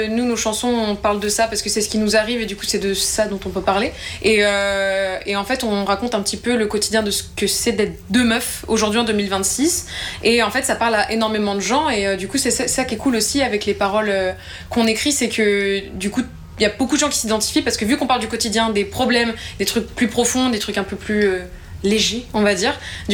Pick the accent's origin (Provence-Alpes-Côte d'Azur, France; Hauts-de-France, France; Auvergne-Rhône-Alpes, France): Auvergne-Rhône-Alpes, France; Clermont-Ferrand; Clermont-Ferrand. Dans le Puy-de-Dôme.